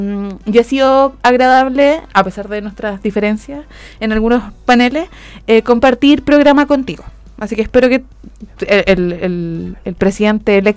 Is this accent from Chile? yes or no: yes; Chile; born there; Yo también soy compatriota, pues, si nací en la misma patria, yo soy chilena, pues.